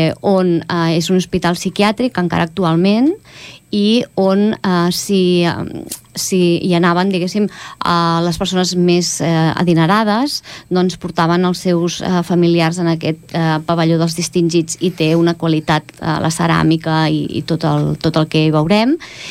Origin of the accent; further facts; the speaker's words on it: Castellvell del Camp, Catalonia, Spain; perquè jo sóc de Castellvell, un poble al costat de Reus